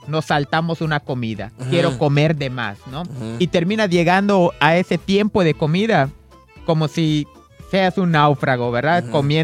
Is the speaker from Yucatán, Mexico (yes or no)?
yes; Buctzotz, Yucatán, Mexico; Yo vengo orgullosamente de Buxots